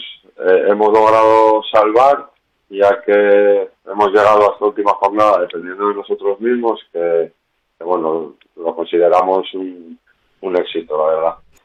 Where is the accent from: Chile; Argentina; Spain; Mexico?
Spain; Santander, Cantabria; yo soy del Racing de Santander, porque bueno, soy de allí.